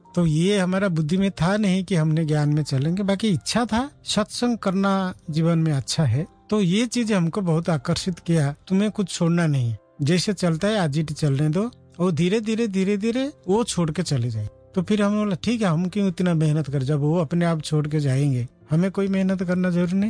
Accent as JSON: {"language": "Hindi", "area": "Cuttack district", "region": "Odisha", "country": "India", "tie": "born or raised there", "moved": "yes", "lives_now": "Shantivan, Rajasthan, India", "said": "ये हमारा जन्म स्थान जो ब्रह्मपुरा गांव है जी"}